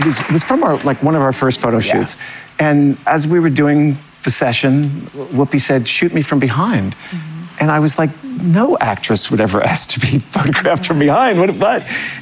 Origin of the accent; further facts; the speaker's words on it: New Jersey, United States; I'm from New Jersey.